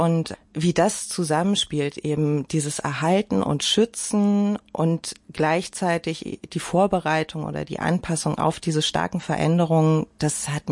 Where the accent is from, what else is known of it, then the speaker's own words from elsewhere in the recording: Berlin, Germany; In Frohnau mit Garten und die Zeit im Wedding hat sich zum Glück, möchte ich jetzt sagen, auf meine ersten zwei Lebensjahre beschränkt